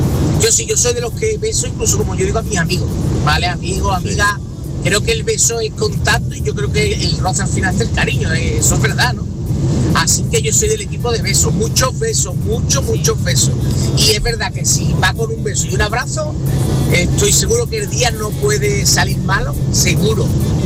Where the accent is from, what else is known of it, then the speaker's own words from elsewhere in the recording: Seville, Andalusia, Spain; de Sevilla. Ahora estoy en Córdoba de camino para Sevilla.